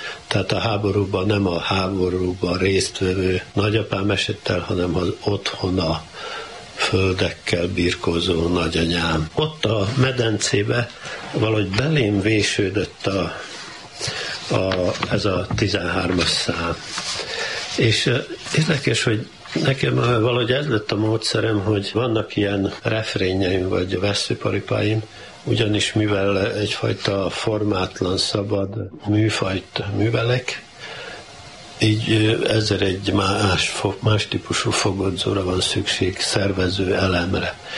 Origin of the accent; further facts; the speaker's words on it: Kanjiža, Vojvodina, Serbia; én a Kanizsán a Jézus szíve szobor, illetve a szindikátus otthon, illetve a könyvtár és színház épület melletti lévő lovasházban, úgynevezett lovasházban, mert az ajtó fölött gipsz lófejek voltak, születtem 1940-ben.